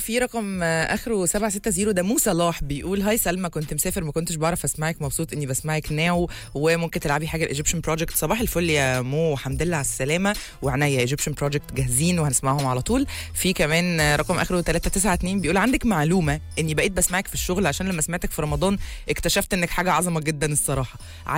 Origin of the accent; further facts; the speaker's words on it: Egypt; احنا عندنا كمصريين